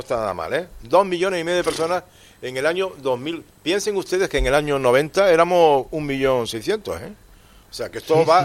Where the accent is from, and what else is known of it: Canary Islands, Spain